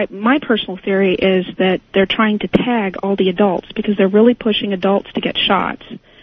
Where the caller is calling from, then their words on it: Bellingham, Washington, United States; up in Bellingham.